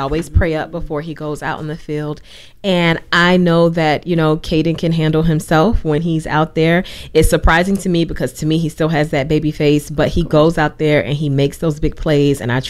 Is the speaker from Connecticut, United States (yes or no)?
no; Brunswick, Georgia, United States; born there; also born or lived in New Jersey / Florida